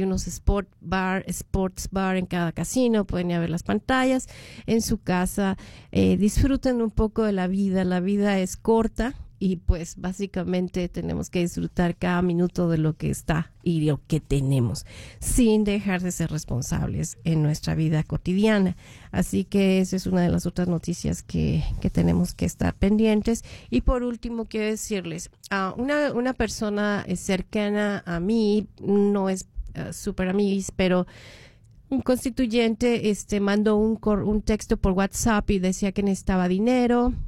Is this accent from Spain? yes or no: no; Mexico; moved away; Yo que soy mexicana